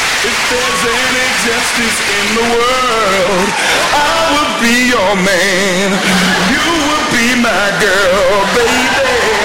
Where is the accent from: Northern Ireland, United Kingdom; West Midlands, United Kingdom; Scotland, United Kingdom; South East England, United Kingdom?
West Midlands, United Kingdom; Dudley; I grew up in Dudley, in the West Midlands.